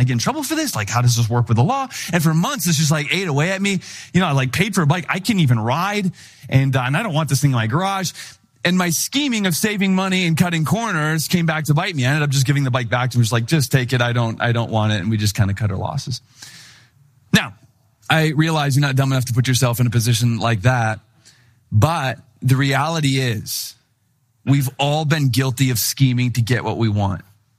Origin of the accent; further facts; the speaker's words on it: Wisconsin, United States; moved away as an adult; He and I, we grew up in Wisconsin, and now we were in Chicago. We're not really wise to the whole like city life